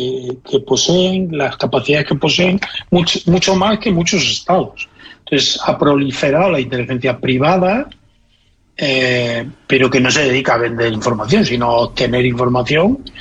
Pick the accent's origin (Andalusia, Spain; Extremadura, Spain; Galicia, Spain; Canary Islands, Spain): Galicia, Spain; Yo siempre pregunto como buen gallego, ¿comparado con quién?